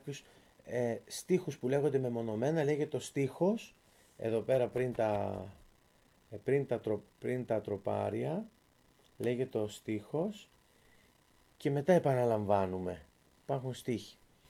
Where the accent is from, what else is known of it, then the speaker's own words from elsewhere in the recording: Greece; είμαστε πραγματικά υπερήφανοι που είμαστε Έλληνες